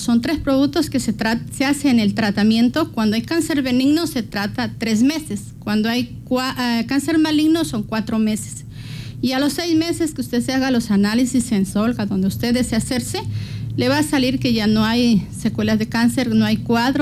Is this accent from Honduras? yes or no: no; Colombia; Soy colombiana.